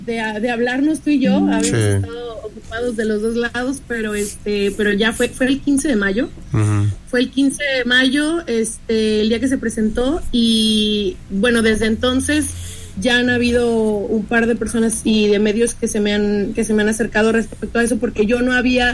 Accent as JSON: {"language": "Spanish", "country": "Mexico", "said": "soy una mujer mexicana, que estoy en un espacio allá"}